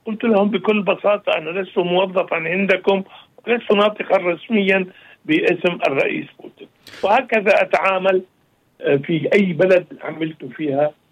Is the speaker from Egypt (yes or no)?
no; Syria; أنا سوري الأصل